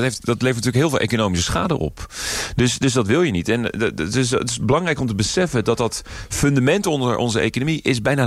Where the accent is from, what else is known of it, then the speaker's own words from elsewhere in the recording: Rotterdam, South Holland, Netherlands; En daarbij zeg ik dan wel als Rotterdammer, dat ziet er dan misschien niet zo mooi uit